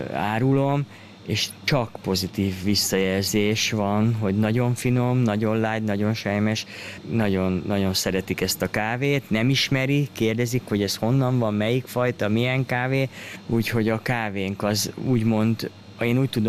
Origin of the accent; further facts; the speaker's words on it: Hungary; És azért gondoltam, ha már magyarok vagyunk, akkor legyen valami magyar.